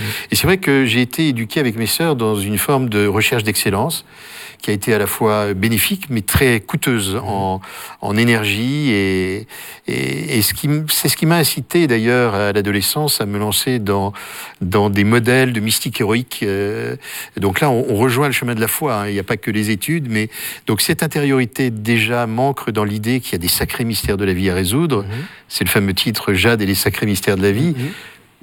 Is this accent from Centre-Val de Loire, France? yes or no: no; Paris, Île-de-France, France; moi j'ai passé mon enfance à Paris.